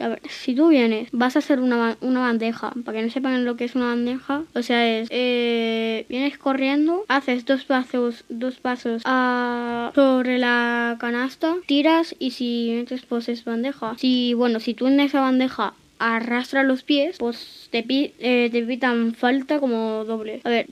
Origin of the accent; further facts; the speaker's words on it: Ávila, Castile and León, Spain; born there; also born or lived in Andalusia; yo nací en Ávila, pero también soy de Andalucía.